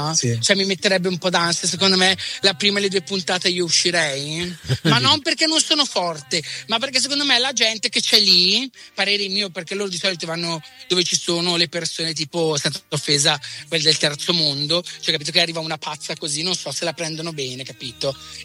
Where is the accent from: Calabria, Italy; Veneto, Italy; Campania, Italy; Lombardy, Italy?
Campania, Italy; Naples; io proprio napoletano, cucciolo, cioè se io vedo un gatto nero, amore, io aspetto un'altra macchina.